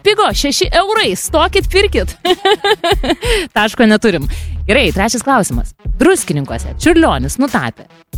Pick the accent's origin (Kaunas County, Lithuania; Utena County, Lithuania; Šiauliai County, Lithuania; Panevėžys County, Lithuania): Panevėžys County, Lithuania; Pasvalys; born there; Visada važiuoju aplankyti tėvų į tokį gražų kurortinį miestelį, bet nu, va, gimiau Pasvalyje.